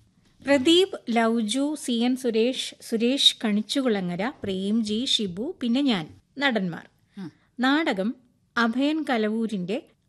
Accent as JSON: {"language": "Malayalam", "town": "Paravur", "region": "Kerala", "country": "India", "tie": "born or raised there", "said": "അത് പറവൂര് ഞങ്ങളുടെ ഗ്രൗണ്ടില്, എന്റെ വീടിനടുത്താണ് ആ ഗ്രൗണ്ട്"}